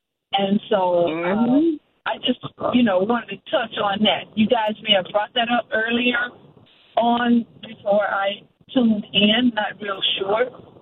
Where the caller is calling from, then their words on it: Stone Mountain, Georgia, United States; I'm calling from Stone Mountain.